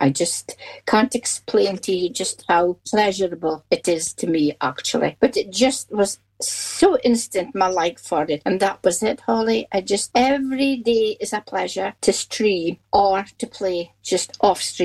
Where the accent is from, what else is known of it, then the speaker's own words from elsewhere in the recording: Scotland, United Kingdom; two comes from USA, and I'm obviously from Scotland, and I've two from England.